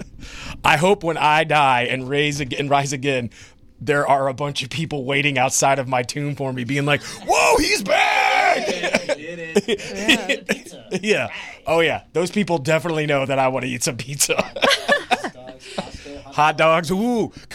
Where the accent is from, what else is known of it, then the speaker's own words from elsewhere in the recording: Pensacola, Florida, United States; moved away as an adult; now in New Orleans, United States; I'm going to back up from this RE20 a little bit. I am from Pensacola, Florida. I moved to New Orleans in 2009.